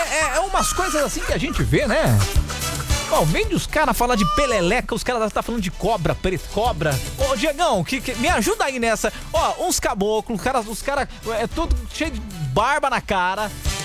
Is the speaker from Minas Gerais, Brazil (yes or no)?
no; Itu, São Paulo, Brazil; born there; Eu nasci em Itu.